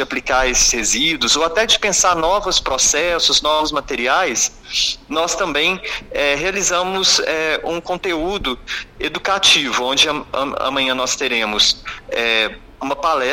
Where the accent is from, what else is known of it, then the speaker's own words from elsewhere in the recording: Belo Horizonte, Minas Gerais, Brazil; sou de Belo Horizonte